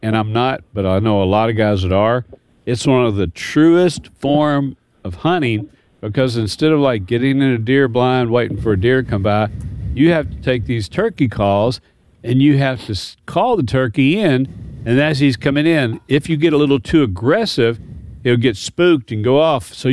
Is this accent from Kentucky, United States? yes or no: yes; Kentucky, United States; I'm from Kentucky